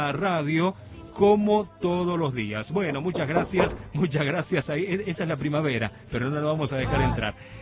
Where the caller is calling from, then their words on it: Santa Lucía, San Juan, Argentina; de Santa Lucía, estoy ordenando un poco la casa.